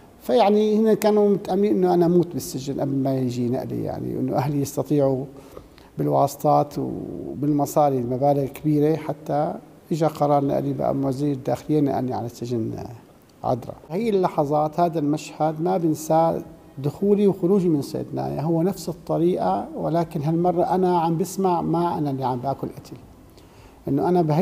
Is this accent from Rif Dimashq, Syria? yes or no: yes; Rif Dimashq, Syria; قلت له انا من الغوطة.